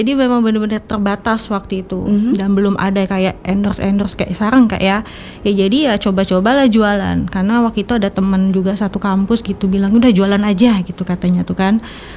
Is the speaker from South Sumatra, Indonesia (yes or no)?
yes; Palembang, South Sumatra, Indonesia; Saya tinggal di Palembang, udah dari kecil gitu.